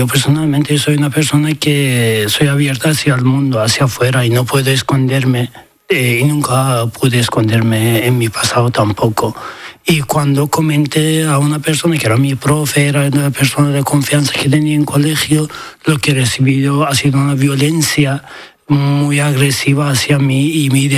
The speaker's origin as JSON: {"language": "Spanish", "country": "Iran", "second_language": "Spanish", "said": "A ver, ser homosexual en mi país está, no es algo que se habla ni en la educación, ni en el sistema, ni políticamente"}